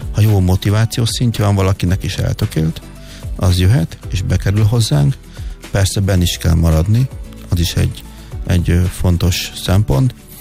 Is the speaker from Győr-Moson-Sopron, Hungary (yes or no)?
no; Bács-Kiskun, Hungary; also born or lived in Nagykőrös; Én egy Bácskiskun megyei kis településen születtem, egy cigánytelepen, nullát cigány származású vagyok, és az én hátterem azt mondhatom, hogy akkor egy nullát cigány családhoz képest átlagos volt.